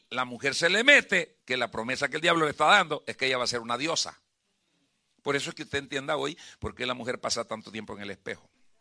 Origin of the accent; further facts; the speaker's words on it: El Salvador; accent: Salvadoran; digo yo en salvadoreño